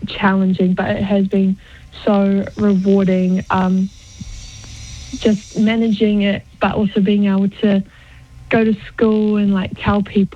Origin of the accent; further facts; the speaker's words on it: Samoa; I am from Samoa. My family is from Samoa.